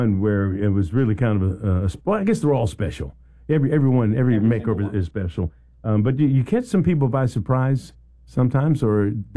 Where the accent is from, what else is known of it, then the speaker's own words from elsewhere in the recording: Philadelphia, Pennsylvania, United States; moved away as an adult; now in Fayetteville, United States; I'm from Philadelphia